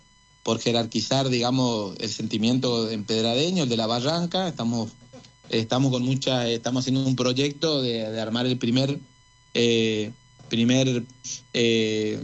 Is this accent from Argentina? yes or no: yes; Corrientes, Argentina; Nosotros somos gauchos. Nosotros somos gente de Alpargata que trabajamos todos los días para que cambie nuestra provincia